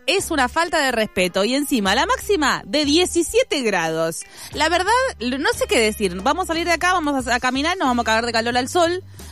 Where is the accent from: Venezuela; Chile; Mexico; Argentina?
Argentina